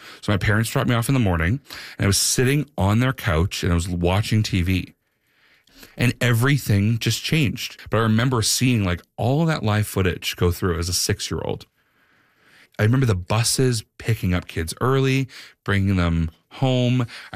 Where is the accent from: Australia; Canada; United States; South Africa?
Canada; There is an immense amount of pride that you feel as a Canadian